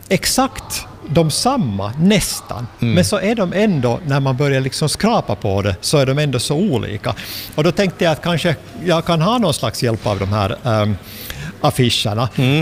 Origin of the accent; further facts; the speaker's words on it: Finland; now in Sweden; jag är finsk medborgare